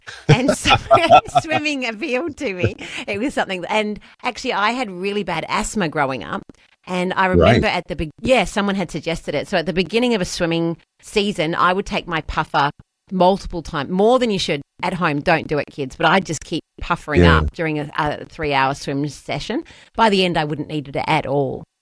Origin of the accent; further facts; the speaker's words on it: Wellington, New Zealand; I'm from Wellington, New Zealand. So windy Wellington.